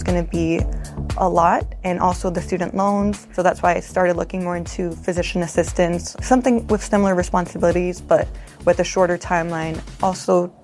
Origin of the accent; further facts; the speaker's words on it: New York City, New York, United States; moved away as an adult; I grew up in Brooklyn, New York, and my parents came from Mexico and they wanted to make more income as we were a family of seven.